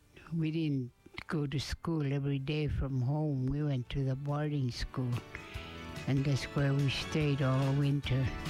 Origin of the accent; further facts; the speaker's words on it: Rock Creek, Washington, United States; also born or lived in Log Springs; I was born in Log Springs. That's where my mother grew up. Her family, that's where they lived, in Log Springs at that time. And I really didn't grow up around here. I went over to Rock Creek, Washington, where I lived with my grandma until I was about 6 years old.